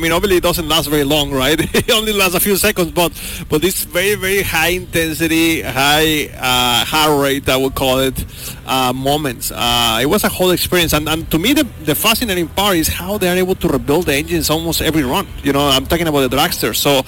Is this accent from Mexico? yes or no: yes; Monterrey, Nuevo León, Mexico; now in United States; my hometown in Monterrey, Mexico